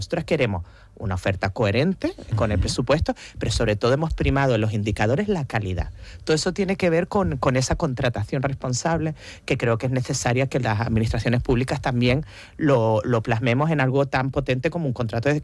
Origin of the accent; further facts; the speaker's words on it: Las Palmas de Gran Canaria, Canary Islands, Spain; Yo soy de la Isleta